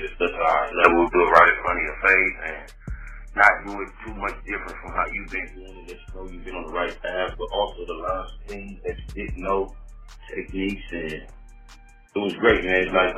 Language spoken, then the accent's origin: English; Compton, California, United States; I'm from Compton, slash Los Angeles, South Central, California.